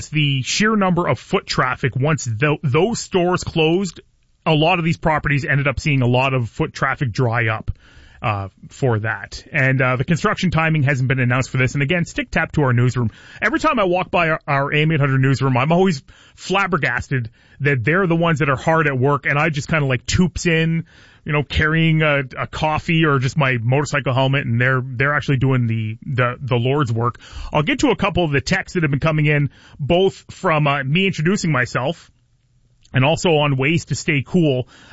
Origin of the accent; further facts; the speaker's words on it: Puce, Ontario, Canada; also born or lived in Belle River; We grew up in Puce and then moved to Belver when I was like into high school.